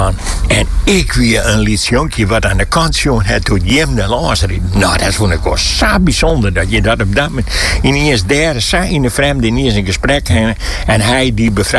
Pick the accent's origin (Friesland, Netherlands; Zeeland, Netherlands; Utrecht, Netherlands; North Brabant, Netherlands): Friesland, Netherlands; ik kwam ter Kappelen uit Nederland. Nou, waar? In het noorden, in Friesland.